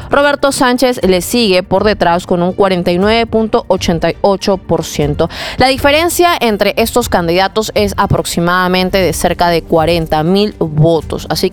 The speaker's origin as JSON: {"language": "Spanish", "country": "Peru", "said": "todos somos peruanos."}